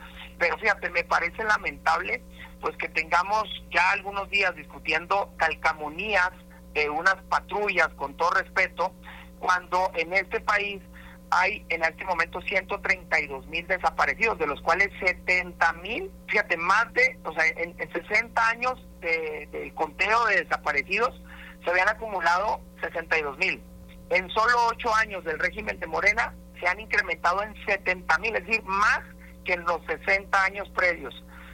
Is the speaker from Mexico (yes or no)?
yes; Mexico